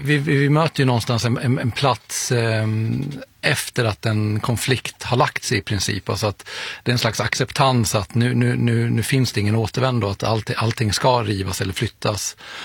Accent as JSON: {"language": "Swedish", "town": "Svärdsjö", "region": "Dalarna County", "country": "Sweden", "tie": "born there", "moved": "yes"}